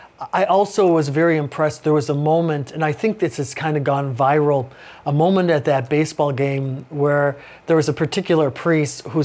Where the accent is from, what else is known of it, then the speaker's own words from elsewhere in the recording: Chicago, Illinois, United States; I'm from Chicago